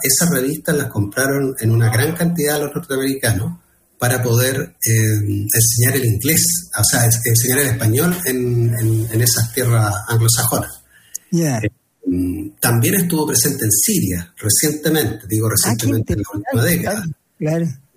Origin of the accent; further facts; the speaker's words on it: Chillán, Ñuble, Chile; born there; now in Concepción, Chile; Y cuando yo llegué a Concepción, yo soy chillanejo de nacimiento, tengo mucho orgullo de aquello, pero ya soy penquista por adopción.